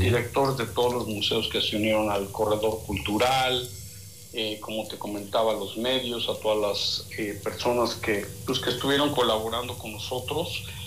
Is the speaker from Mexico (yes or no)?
yes; Mexico; es un muy buen ejemplo de lo que como país, como mexicanos, como iniciativa privada, junto con la mano del gobierno y las instancias, se puede hacer.